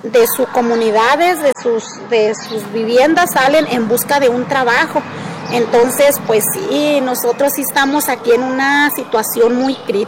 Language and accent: Spanish; Tomochi, Chihuahua, Mexico; yo soy del municipio de Guerrero, soy de Tomochi. Tengo 22 años de servicio. Siempre he estado en la sierra.